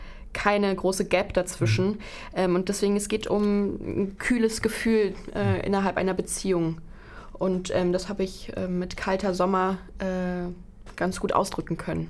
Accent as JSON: {"language": "German", "town": "Dresden", "region": "Saxony", "country": "Germany", "said": "Ich bin Dresdnerin, genau. Aber ich bin häufig in Berlin, weil ich hier eben immer produziere. Mhm. Und da pendel ich."}